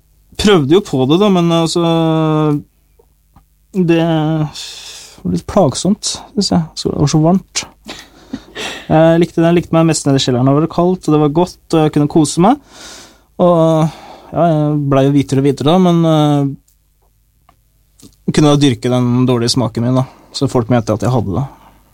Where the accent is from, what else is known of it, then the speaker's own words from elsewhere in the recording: Horten, Vestfold, Norway; I horten der jeg kommer fra